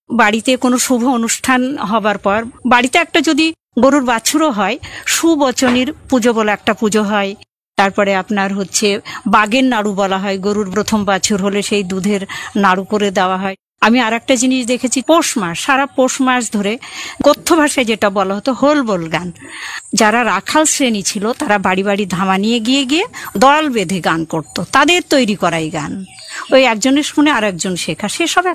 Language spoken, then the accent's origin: Bangla; Asannagar, West Bengal, India; এই সমস্ত ছিল আমাদের আসাননগর। বিল এবং খাল বেষ্টিত এবং ঝোর বেষ্টিত, উত্তর এবং পশ্চিম দিক ঝোর বেষ্টিত।